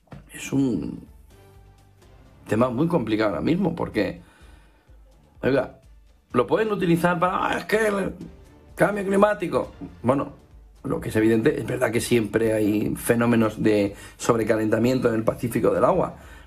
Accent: Alicante, Valencian Community, Spain; born or raised there

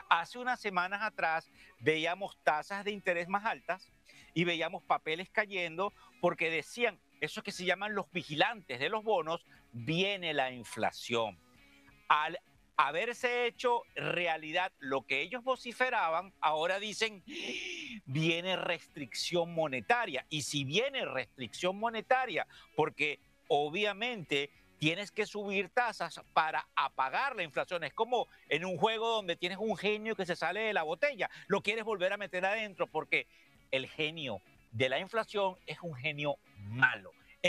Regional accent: Venezuela; yo soy el venezolano de negocios televisión y soy refranero, ya me he puesto grande, como diríamos, mayor.

